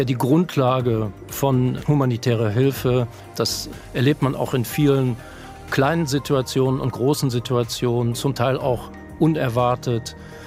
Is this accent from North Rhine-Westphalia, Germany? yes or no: yes; Cologne, North Rhine-Westphalia, Germany; ich bin ja in Köln groß geworden